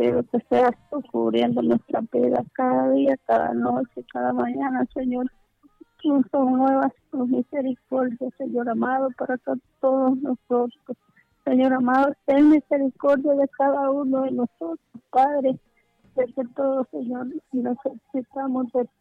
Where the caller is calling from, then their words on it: Villanueva, Cortés, Honduras; Dos Caminos, Villanueva, Cortés.